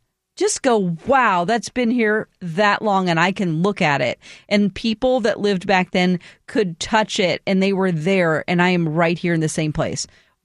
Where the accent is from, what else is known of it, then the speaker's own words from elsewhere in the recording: Greece; English is a second language; I come from Greece, though, okay. So I'm used to Greeks, hospitality, and beaches.